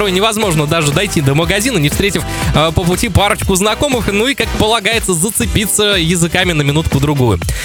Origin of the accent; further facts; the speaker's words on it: Urals, Russia; Мне кажется, мы, уральцы, можем договориться с кем угодно, даже не зная языка и находясь где-то далеко в другой стране.